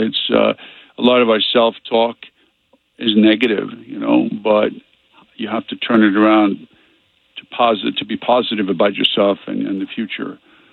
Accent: Stockholm County, Sweden; moved away; my personal journey from Sweden, physical journey, but more so emotional journey, where I grew up outside of Stockholm.

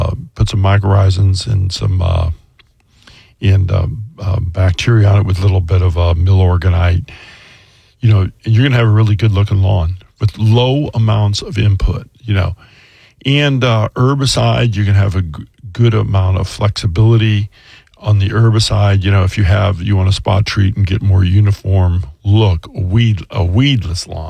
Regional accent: California, United States; moved away; I'm from California originally, and we grew Bermuda lawns

